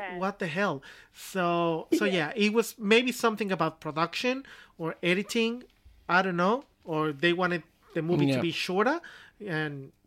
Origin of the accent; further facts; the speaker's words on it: Mexico; moved away; when I grew up back in Mexico